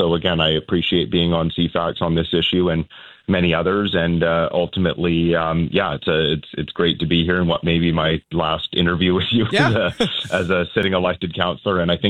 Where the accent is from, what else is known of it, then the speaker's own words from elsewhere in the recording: Central Saanich, British Columbia, Canada; born and raised in Central Saanich, we definitely used and, you know, well used the Peninsula Recreation Facility